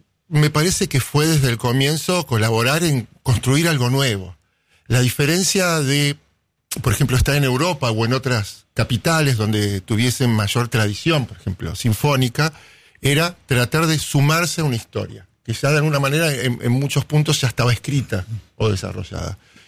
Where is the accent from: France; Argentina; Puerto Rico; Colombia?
Argentina; Buenos Aires; moved away as an adult; also born or lived in Indiana, United States / Berlin, Germany / Venezuela; soy de aquí, de Buenos Aires.